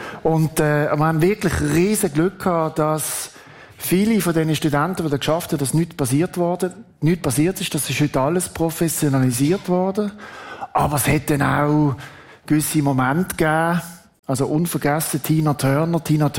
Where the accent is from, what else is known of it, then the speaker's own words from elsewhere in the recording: Basel, Basel-Stadt, Switzerland; Und dann, ihr gehört, ich bin in Basel aufgewachsen.